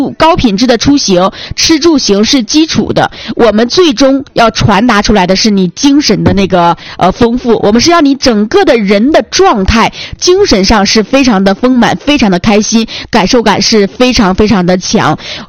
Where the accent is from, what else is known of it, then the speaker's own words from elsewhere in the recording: Northeast China, China; 咱们都是东北的，东北一家亲，